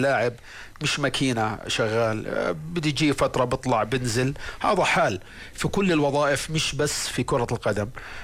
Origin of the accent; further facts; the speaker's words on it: Jordan; إحنا كأردنيين